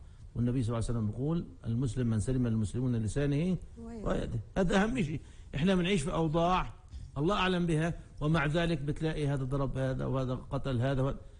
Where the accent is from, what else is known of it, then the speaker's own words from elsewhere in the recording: Palestine; ونحن كشعب فلسطيني بنعيش اللي بنعيشه